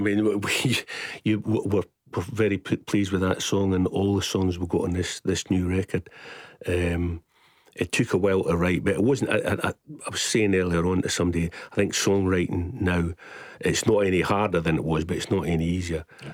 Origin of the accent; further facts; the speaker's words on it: Edinburgh, Scotland, United Kingdom; I said, I'm from Edinburgh